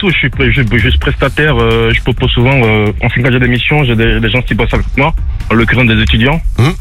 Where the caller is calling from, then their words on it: Villeurbanne, Auvergne-Rhône-Alpes, France; J'habite à Villeurbanne.